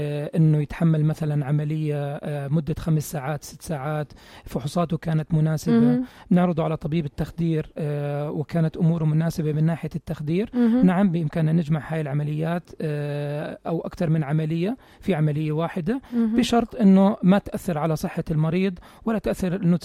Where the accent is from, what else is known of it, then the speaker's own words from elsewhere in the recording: Jordan; احنا بالأردن